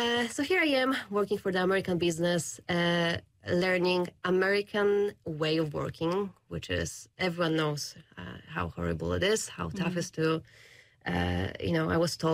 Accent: Gdańsk, Pomeranian Voivodeship, Poland; moved away as an adult; also born or lived in United States; now in New Zealand; I'm from Gdańsk.

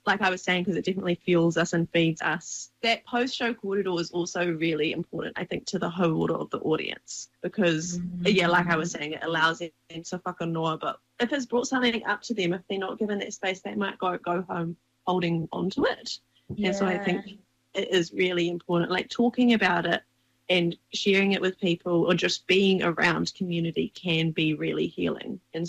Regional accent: Pahiatua, Manawatū-Whanganui, New Zealand; So I grew up in Pahiatoa, which is a small town like 30 minutes from Palmy.

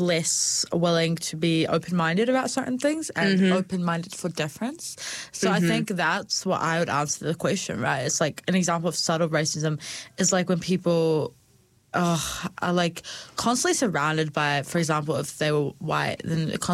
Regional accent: New Zealand; accent: Kiwi; first language English; my accent is pretty Kiwi to some extent. Mm-hmm. And a lot of people would look at me and expect that it's not because, for example, I'm a hijabi. Like, that's probably my second language. Bro, unfortunately, English

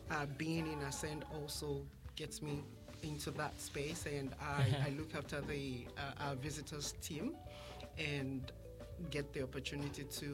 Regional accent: Nigeria; now in Hawke's Bay, New Zealand; I am Nigerian and Yoruba by tribe. I have been in Hawke's Bay. I've made Hawke's Bay home for almost 14 years now.

